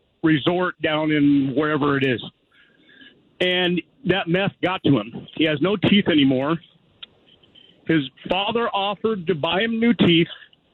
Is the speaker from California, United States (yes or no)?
yes; El Segundo, California, United States; I grew up in El Segundo, and the richest family in town, they own multiple houses here.